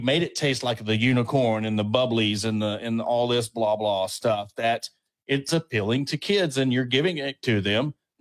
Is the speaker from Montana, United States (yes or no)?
no; Arkansas, United States; because we're from Arkansas, we're Arkansas podcast.